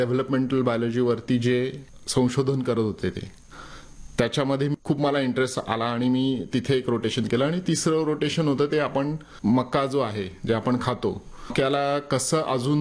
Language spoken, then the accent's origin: Marathi; Pune, Maharashtra, India; moved away as an adult; also born or lived in Goa; मी मूळचा पुण्याचा आणि माझं शिक्षण BSc पर्यंत पुण्यात झालं.